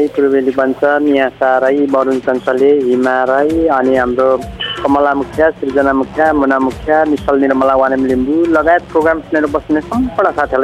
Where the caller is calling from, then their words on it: Ilam, Koshi Province, Nepal; म इलामबाट